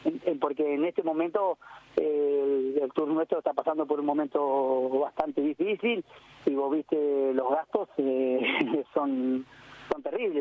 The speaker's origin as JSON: {"language": "Spanish", "region": "La Pampa", "country": "Argentina", "tie": "born or raised there", "said": "Nosotros que somos criados, nacidos y criados en La Pampa"}